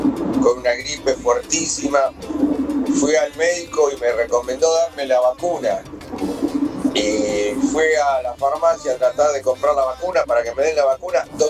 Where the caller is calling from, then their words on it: Ciudad Evita, Buenos Aires Province, Argentina; de Ciudad Evita.